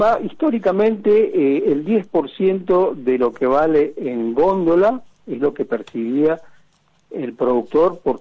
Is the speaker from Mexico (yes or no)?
no; Montecarlo, Misiones, Argentina; Yo soy de Monte Carlo. Está más o menos a 100 kilómetros de las Cataratas de Iguazú